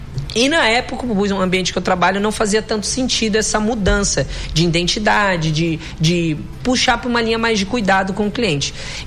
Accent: São Paulo, Brazil; moved away as an adult; also born or lived in Florianópolis, Santa Catarina; now in Manaus, Brazil; Eu sou de natural de Florianópolis, Santa Catarina, e me criei em São Paulo. E aí, um determinado momento, teve a oportunidade de eu vir para Manaus, né?

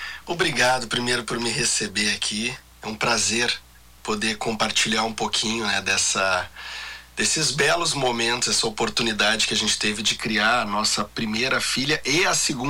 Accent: South Region, Brazil; moved away as an adult; also born or lived in Rio de Janeiro; eu sou do Sul.

